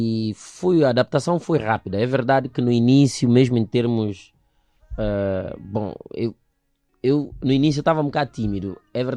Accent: São Tomé & Príncipe; Como foi a primeira vez que saí de São Tomé e Príncipe

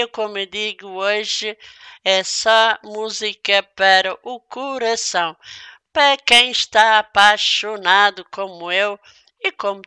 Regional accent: Madeira, Portugal; moved away; outro beijinho para a Ilha da Madeira, para a minha terra natal.

